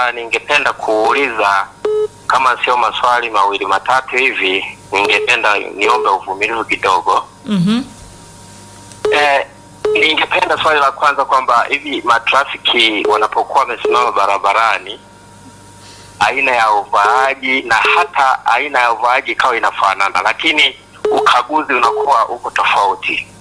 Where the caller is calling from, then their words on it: Geita, Tanzania; kutoka Geita hapa.